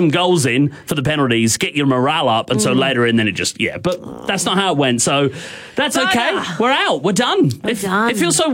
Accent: England, United Kingdom; moved away; my hometown, England.

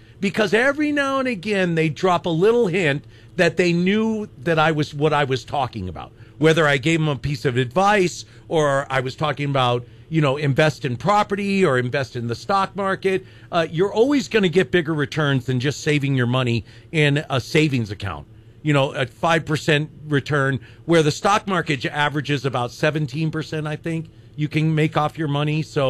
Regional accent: New Mexico, United States; And I'd say, New Mexico. It's in the United States.

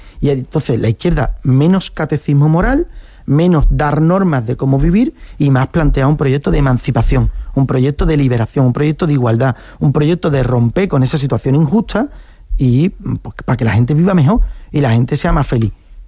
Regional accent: Jerez de la Frontera, Andalusia, Spain; Yo soy de Jerez, la Berza

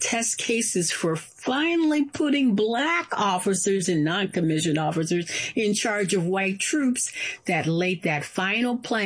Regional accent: United States; born there; as a Black woman, as a lawyer, as an American citizen, born here

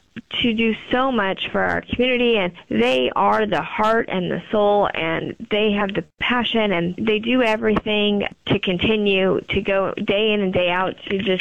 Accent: Tulare, California, United States; I was actually born and raised, like I said, in Tulare on a dairy farm.

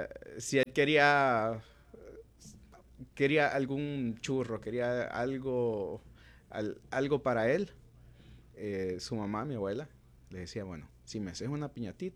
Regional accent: Tegucigalpa, Francisco Morazán, Honduras; born there; moved away; also born or lived in Santa Cruz de Yojoa; Soy capitalino, nací en Barrio La Olla, ahora trabajo en La Cacerola, pero nací en Barrio La Olla. Pero he vivido en diferentes lados, he vivido en el campo, en Santa Cruz de Yojoa.

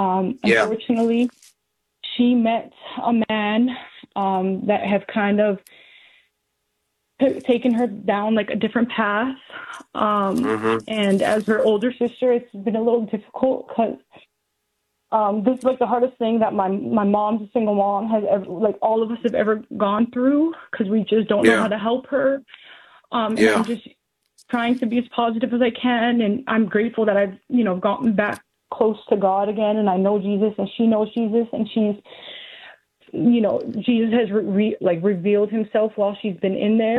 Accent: Winnipeg, Manitoba, Canada; now in United States; I am originally from Winnipeg, Manitoba. But I married military, so I live in the States now.

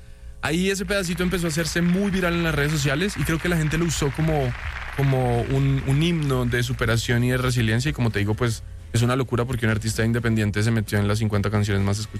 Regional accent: Ibagué, Tolima, Colombia; De Ibagué, la capital musical de Colombia.

